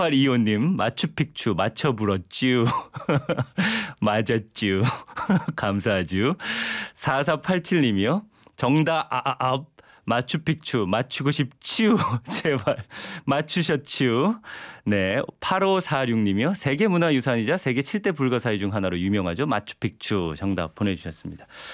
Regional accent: Chungcheong, South Korea; 저도 충청도 사람이라서

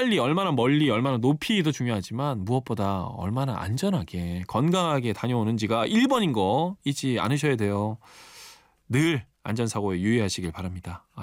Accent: Ulsan, South Korea; 저도 이제 수민 작가도 울산 출신이라 저희가 살 때만 해도 고래는 뛰지 않았거든요.

